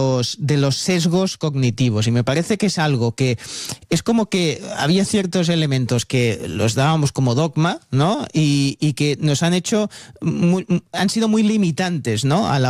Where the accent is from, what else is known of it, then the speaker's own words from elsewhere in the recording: Catalonia, Spain; que soy catalán